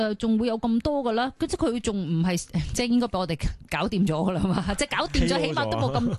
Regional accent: Hong Kong; 而家我哋香港人咧都注重咗健康啦

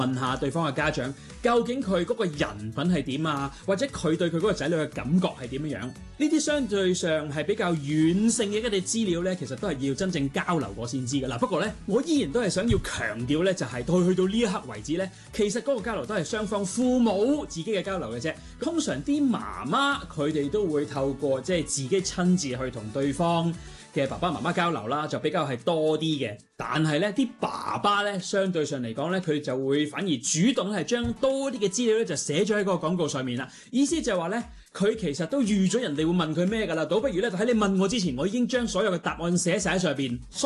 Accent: Hong Kong; 其實我哋香港人啦

